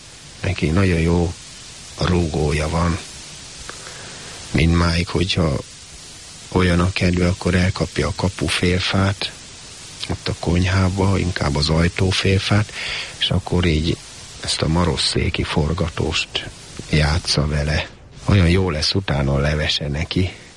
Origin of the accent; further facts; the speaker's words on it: Budapest, Hungary; Mert én Pesten nőttem föl